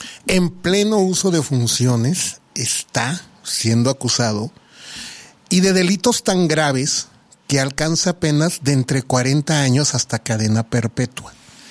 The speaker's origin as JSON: {"language": "Spanish", "country": "Mexico", "said": "Nos afecta a todos directamente como mexicanos, a nuestro país y a nuestro gobierno en funciones"}